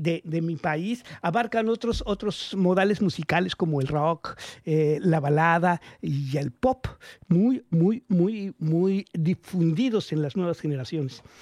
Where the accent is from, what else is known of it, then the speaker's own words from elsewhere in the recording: Mexico; que ha triunfado tanto en el continente americano, no nada más en mi país, en México, sino en Centro y Sudamérica, Canadá y Estados Unidos.